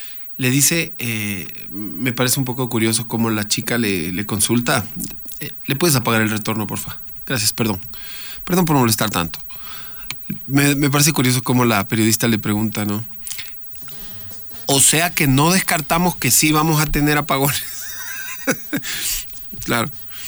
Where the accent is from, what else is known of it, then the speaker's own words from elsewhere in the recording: Ecuador; a nosotros como ecuatorianos